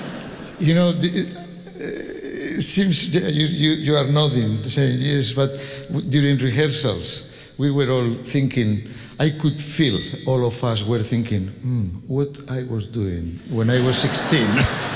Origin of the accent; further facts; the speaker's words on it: Spain; English is a second language; I am from Spain